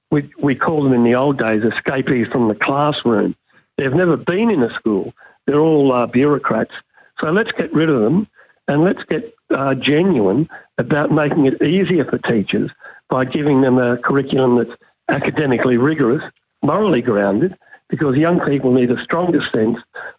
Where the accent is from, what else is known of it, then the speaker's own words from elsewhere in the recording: Australia; It's time that we recognise we're all Australian.